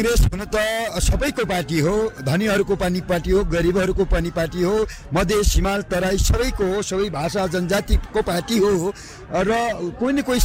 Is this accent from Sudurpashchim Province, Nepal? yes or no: yes; Byas, Sudurpashchim Province, Nepal; म दार्चुला जिल्ला, सुदूरपश्चिम प्रदेशको दार्चुला जिल्लाबाट, म ब्यास गाउँपालिका हो मेरो घर।